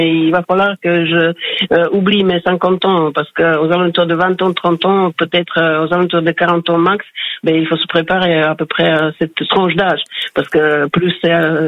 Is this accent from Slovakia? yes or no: yes; Slovakia; French is a second language; moved away as an adult; now in France; j'avais mon diplôme de mon pays d'origine de la faculté de FFUK, de l'université de Comenius